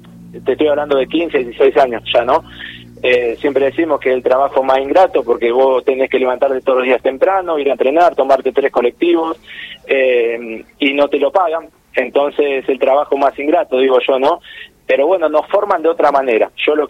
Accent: Argentina; born there; now in Salta, Argentina; vengo de Buenos Aires, donde la formación es distinta.

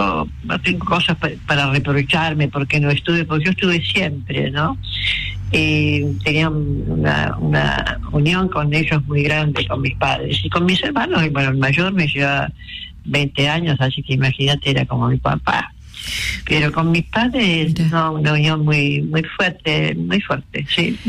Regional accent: Villa Ballester, Buenos Aires Province, Argentina; Yo soy de Villa Ballester.

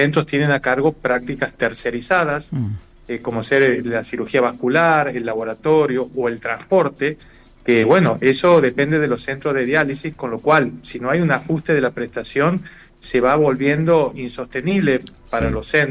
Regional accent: Santiago del Estero, Argentina; yo soy de Santiago del Estero

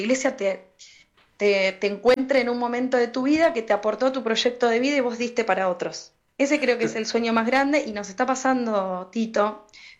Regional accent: San Nicolás de los Arroyos, Buenos Aires Province, Argentina; now in Buenos Aires, Argentina; Vengo de la ciudad de San Nicolás, no soy de acá, digamos, vivo hace mucho tiempo en Capital Federal, pero anduve mucho por la región litoral

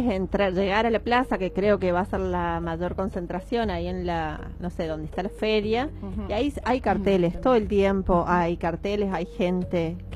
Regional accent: Punilla, Córdoba, Argentina; quienes somos de Punilla

